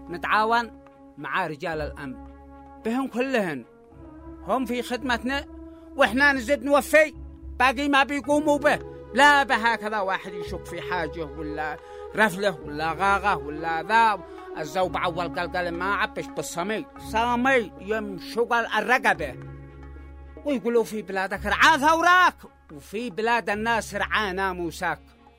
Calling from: Yemen; عاد إحنا يمنية

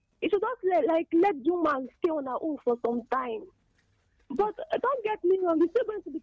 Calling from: Nigeria; I'm calling from Ubi.

